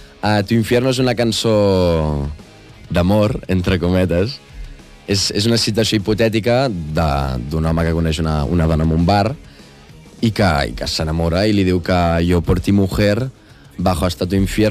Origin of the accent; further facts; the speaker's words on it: El Vendrell, Catalonia, Spain; el fet de ser de Vendrell de tota la vida